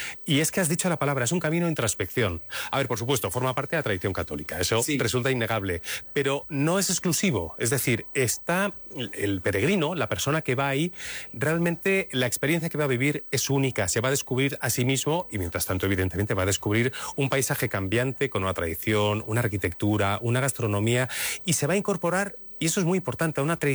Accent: Madrid, Community of Madrid, Spain; a mí me hace mucha gracia como madrileño

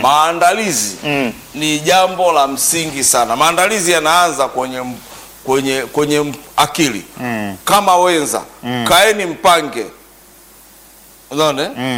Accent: Handeni District, Tanga Region, Tanzania; mimi nimekulia sana mkoa wa Tanga, wilaya ya Handeni.

